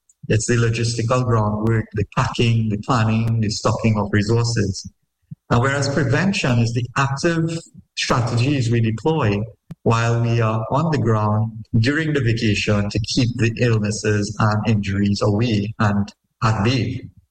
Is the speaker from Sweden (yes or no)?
no; Trinidad & Tobago; I really focused on looking at things that affect us as a Trinidadian population.